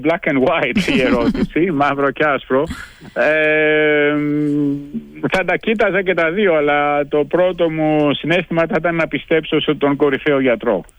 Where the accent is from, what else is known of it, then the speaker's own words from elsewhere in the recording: Gytheio, Peloponnese, Greece; moved away as an adult; also born or lived in Switzerland; now in United States; Πρώτα τελείωσα στο γυμνάσιο και στο λύκειο στο Γήθιο.